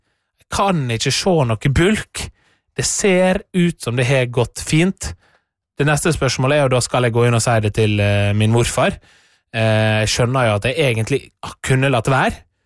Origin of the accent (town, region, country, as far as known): Møre og Romsdal, Norway; born or raised there